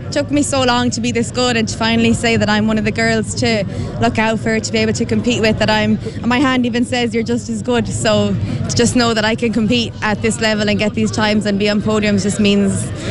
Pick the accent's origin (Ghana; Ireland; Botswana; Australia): Ireland; Galway, Connacht; now in Dublin, Ireland; I'm there every day of the week, but I'm from Galway. I live in Dublin.